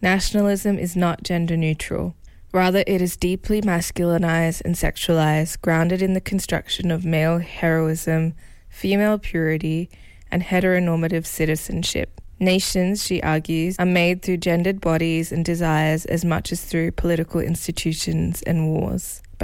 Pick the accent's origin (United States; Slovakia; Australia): Australia; New South Wales; Having been born and raised on Darug and Gadigal lands, I open today's episode with a deep awareness. My own freedom as a Tamil person is inseparable from the liberation of all Aboriginal peoples across this continent.